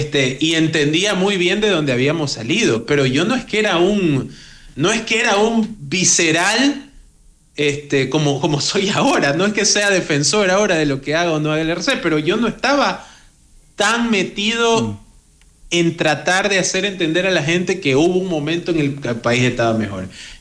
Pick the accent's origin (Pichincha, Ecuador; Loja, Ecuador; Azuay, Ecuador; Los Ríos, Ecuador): Los Ríos, Ecuador; Babahoyo; now in Guayaquil, Ecuador; yo viajaba de Babahoyo acá a Guayaquil, porque yo soy de Babahoyo originalmente.